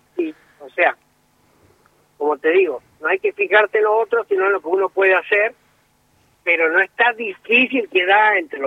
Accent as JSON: {"language": "Spanish", "town": "Cachi", "region": "Salta", "country": "Argentina", "said": "quedó Cachi de Salta, o sea que somos el representante de Salta."}